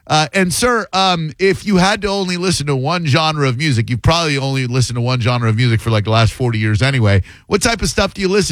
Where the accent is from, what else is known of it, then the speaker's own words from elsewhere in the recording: Far Rockaway, New York, United States; born there; I was born in Far Rockaway, never really brought up in Manhattan. I did go to the city a lot. My grandparents live in Larchmont.